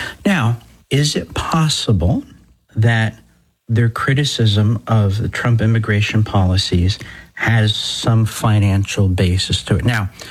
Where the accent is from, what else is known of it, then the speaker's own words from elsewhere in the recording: New Jersey, United States; New Jersey, my home state